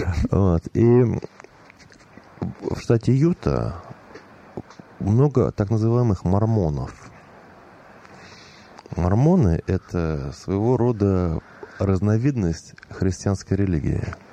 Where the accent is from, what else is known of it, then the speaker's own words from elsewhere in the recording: Moscow, Russia; Вот я рос в Москве, в Измайлово.